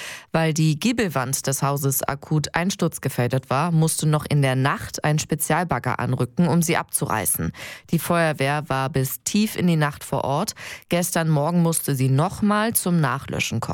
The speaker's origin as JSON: {"language": "German", "town": "Meerbusch", "region": "North Rhine-Westphalia", "country": "Germany", "said": "ich komme ja aus Meerbusch-Langlatum."}